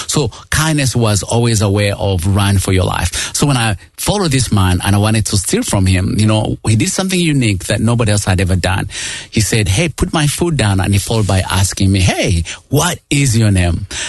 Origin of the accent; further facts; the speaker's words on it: Uganda; You know, well, I come from Uganda and grew up poor of the poorest. You know, as a kid, I had to go fetch water 3 to 4 miles away.